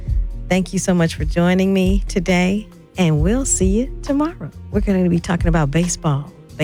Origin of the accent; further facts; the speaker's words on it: St. Louis, Missouri, United States; from St. Louis, and I'm from St. Louis.